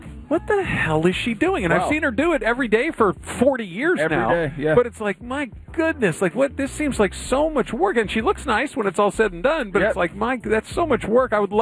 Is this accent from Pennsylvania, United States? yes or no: no; Arcadia, California, United States; Like, you know, growing up in Arcadia and which is right next to Monrovia